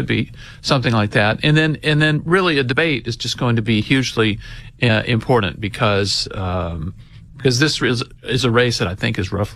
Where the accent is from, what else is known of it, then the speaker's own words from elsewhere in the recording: Alabama, United States; Yeah, and I'm from Alabama